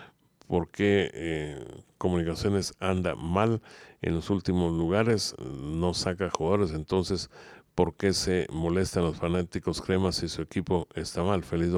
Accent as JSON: {"language": "Spanish", "country": "Guatemala", "said": "y hay que apoyarles como guatemaltecos."}